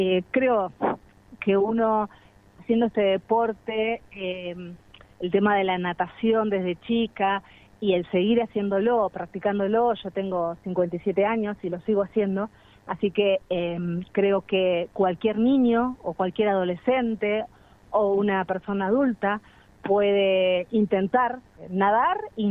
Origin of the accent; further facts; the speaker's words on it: Argentina; esas ganas de expresar que somos argentinos y que todo el mundo nos elogia